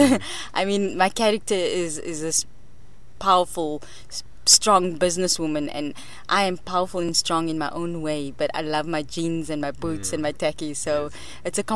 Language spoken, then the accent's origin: Afrikaans; Johannesburg, Gauteng, South Africa; first language English; Afrikaans is a second language; It is a Joburger. born and bred.